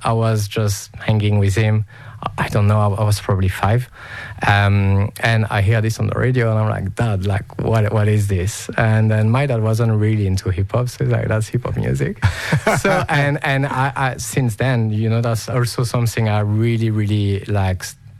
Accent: France; now in United Kingdom

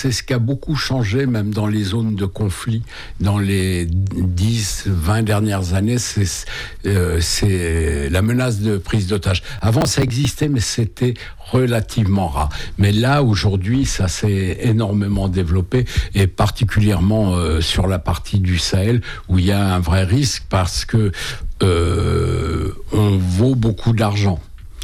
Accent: France; pour nous, pour moi en tant que Français, on n'arrive pas à avoir de visa

